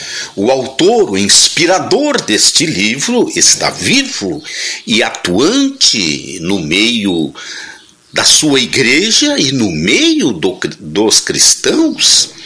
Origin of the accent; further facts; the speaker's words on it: Portão, Rio Grande do Sul, Brazil; Sou aqui da cidade de Portão, Rio Grande do Sul